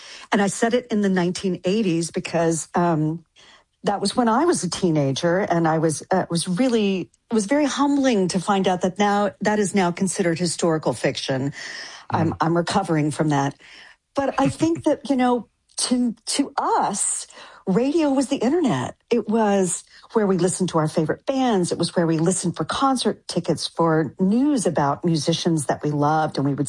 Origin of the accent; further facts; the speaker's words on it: Denton, Texas, United States; I will say it's a somewhat fictionalized account of my hometown, which is Denton, Texas. But when I lived there, you know, it was very small. There was only one high school